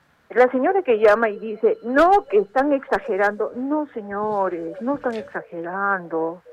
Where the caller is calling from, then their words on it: Peru; yo también soy peruana